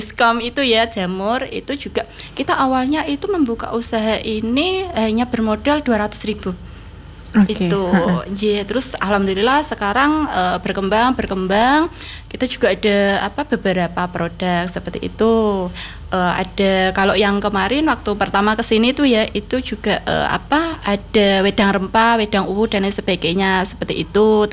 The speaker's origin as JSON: {"language": "Indonesian", "town": "Kudus", "region": "Central Java", "country": "Indonesia", "tie": "born or raised there", "said": "saya asli Kudus ya, asli Kudus itu."}